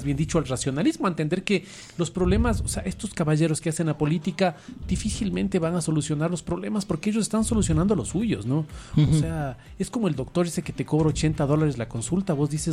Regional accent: Ecuador; hablemos del Ecuador. Uh-huh. ¿Desde cuándo somos ecuatorianos?

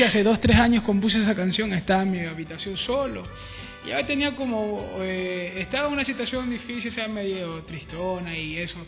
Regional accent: Chone, Manabí, Ecuador; 100% ecuatoriano, 100% manabita. Donde sea que voy, siempre digo, soy de Manabí, soy de Chone.

